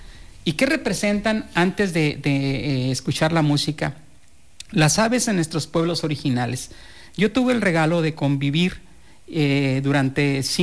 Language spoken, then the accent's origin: Spanish; Zacatecas, Mexico; Yo soy de Zacatecas